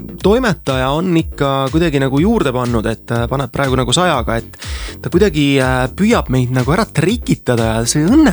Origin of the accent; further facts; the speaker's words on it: Tartu, Tartu County, Estonia; Ma olen nagu põline tartukas.